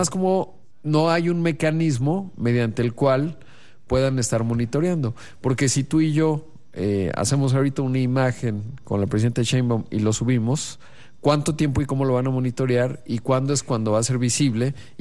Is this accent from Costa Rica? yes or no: no; Mexico